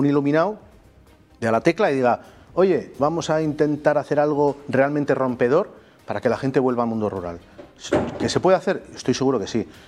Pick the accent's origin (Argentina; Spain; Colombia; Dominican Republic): Spain; Burgos, Castile and León; que es mi provincia, Burgos. Yo vivo en Burgos